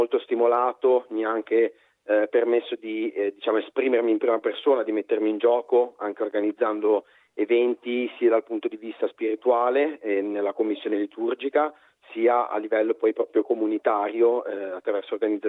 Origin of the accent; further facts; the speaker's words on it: Genoa, Liguria, Italy; moved away as an adult; E io vengo da Genova, quindi sono anch'io studente fuori sede